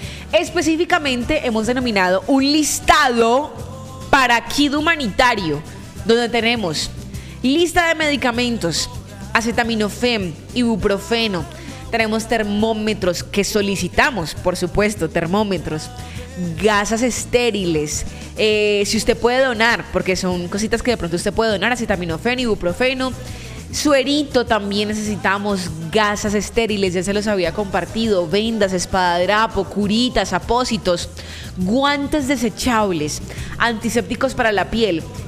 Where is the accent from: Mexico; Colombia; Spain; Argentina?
Colombia; somos colombianos.